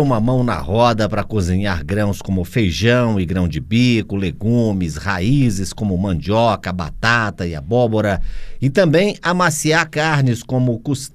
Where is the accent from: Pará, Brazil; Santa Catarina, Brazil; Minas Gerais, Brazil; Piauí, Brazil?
Piauí, Brazil; Teresina; Teresina. Minha cidade natal.